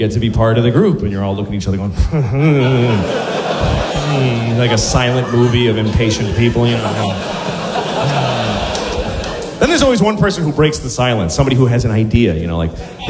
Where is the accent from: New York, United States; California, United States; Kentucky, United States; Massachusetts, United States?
Massachusetts, United States; Boston; moved away; I grew up in Boston